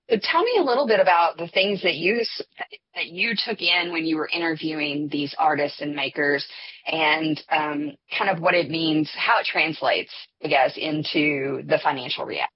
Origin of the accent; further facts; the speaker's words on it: Kentucky, United States; because I'm from Eastern Kentucky